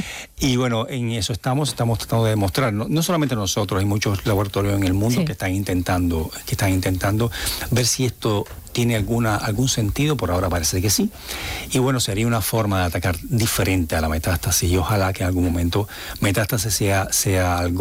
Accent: Cuba; accent: Cuban; moved away; yo soy cubano, como te puedes dar cuenta de por mi acento, aunque llevo 32 años en este país, y este es mi país, de hecho

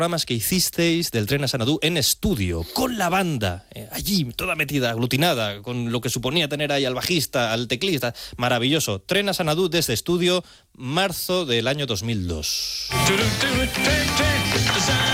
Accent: Valencia, Valencian Community, Spain; Soy de Valencia, valenciano.

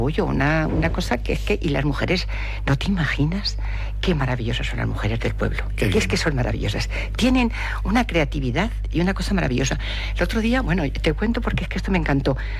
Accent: San Martín del Tesorillo, Andalusia, Spain; yo que soy del Tesorillo

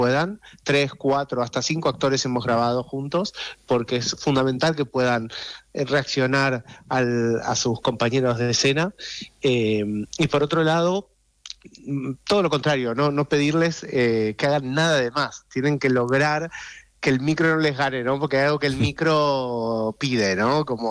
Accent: Argentina; accent: Argentine; todas las pequeñas partes de la serie las he tenido que hacer con mi acento argentino

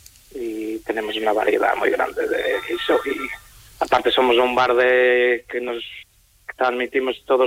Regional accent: Portugal; now in La Rioja, Spain; yo, como soy portugués

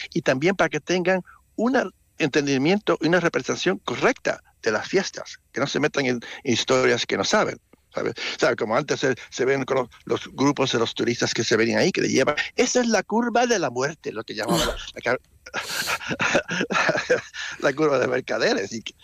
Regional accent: Puerto Rico; now in Sweden; Yo fui criado en Puerto Rico, ahí tenían fiestas patronales, y para mí, como no vivo un sitio que tiene fiestas así

